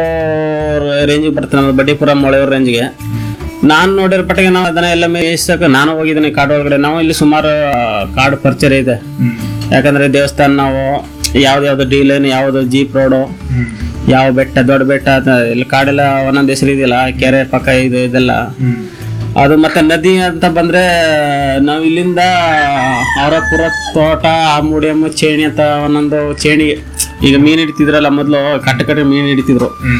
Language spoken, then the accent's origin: Kannada; Karnataka, India; ನಾನು ಚಿಕ್ಕ ಚಿಕ್ಕ ವಯಸ್ಸಲ್ಲಿ ಇಲ್ಲೇ ಸುಮಾರು ಬುಟ್ಟಿಗಳು ಕಾಡಿನ ತಂದು ಬಿದಿರು ತಂದು ಬುಟ್ಟಿ ಎಣೆಯೋದು